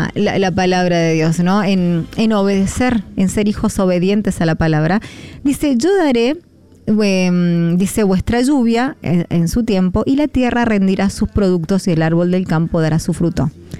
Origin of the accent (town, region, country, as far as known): Argentina